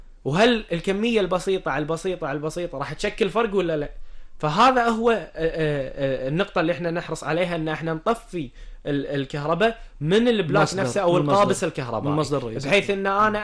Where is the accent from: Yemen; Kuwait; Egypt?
Kuwait; ولأول مرة في تاريخ الكويت الحمد لله قدرنا نكسر قمة الأحمال عندنا في الكويت